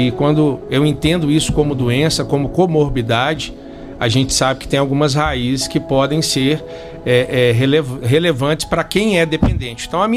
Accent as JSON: {"language": "Portuguese", "town": "Belo Horizonte", "region": "Minas Gerais", "country": "Brazil", "tie": "born or raised there", "lives_now": "Juatuba, Brazil", "said": "Eu sou daqui mesmo, de Belo Horizonte, nascido aqui. Mas o meu bisavô era alemão."}